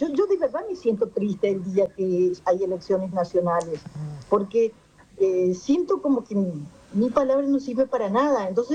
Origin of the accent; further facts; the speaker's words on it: Paraguay; moved away; yo soy paraguaya, hablo guaraní